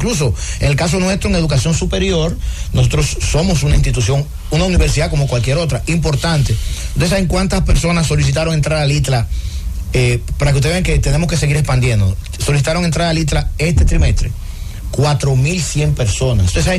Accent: Santo Domingo Norte, Santo Domingo, Dominican Republic; yo me crié en Villamella orgullosamente.

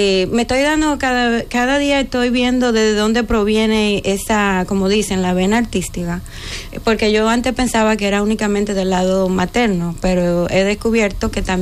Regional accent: Dominican Republic; Dominicana

